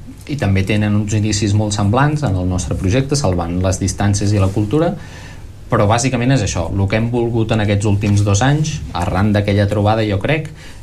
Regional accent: Tordera, Catalonia, Spain; Jo sóc fill de Tordera

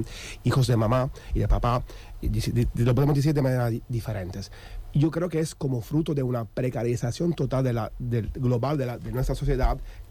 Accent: Italy; Soy italiano.

